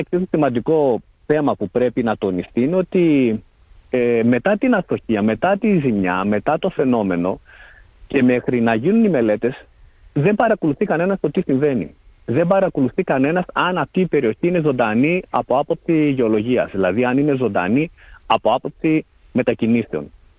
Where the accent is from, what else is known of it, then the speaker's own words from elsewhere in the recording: Perivoli, Western Macedonia, Greece; born there; στο χωριό μου εδώ που είμαι από τα Γρεβενά, από το περιβόλι Γρεβενών